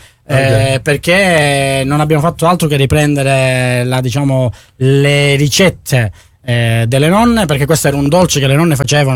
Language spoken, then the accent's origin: Italian; Catanzaro, Calabria, Italy; vengo da Catanzaro, non da Taverna.